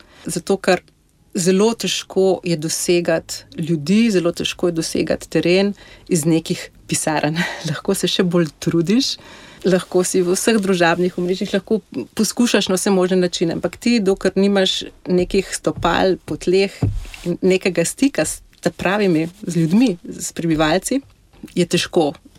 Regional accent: Križe, Upper Carniola, Slovenia; moved away as an adult; now in Innsbruck, Austria; jaz sem rojena v Alpah, v bistvu v vasici Križe, pod Kriško goro. Tako da razdijala sem se v gorah.

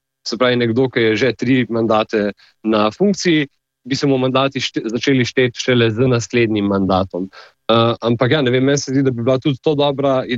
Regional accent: Ljubljana, Central Slovenia, Slovenia

